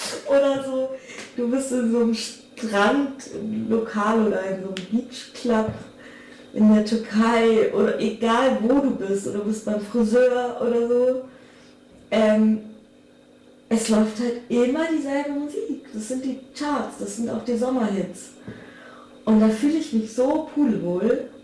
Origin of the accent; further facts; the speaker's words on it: Bavaria, Germany; meine Großeltern nicht in einer Stadt gelandet sind in Deutschland als GastarbeiterInnen, sondern halt auf dem bayerischen Dorf, gab es diese Kontakte auch gar nicht. Also wie gesagt, so eine türkische Community gab es nicht.